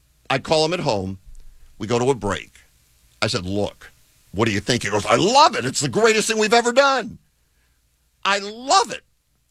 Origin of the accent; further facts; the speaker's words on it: Los Angeles, California, United States; Again, we're from Los Angeles.